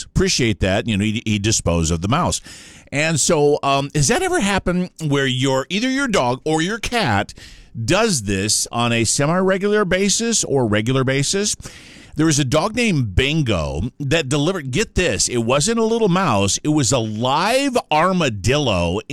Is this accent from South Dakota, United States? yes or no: yes; Rapid City, South Dakota, United States; my hometown out in Rapid City, South Dakota